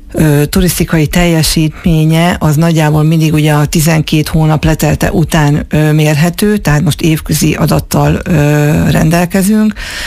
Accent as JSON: {"language": "Hungarian", "town": "Miskolc", "region": "Borsod-Abaúj-Zemplén", "country": "Hungary", "said": "mint miskolci lakosokat."}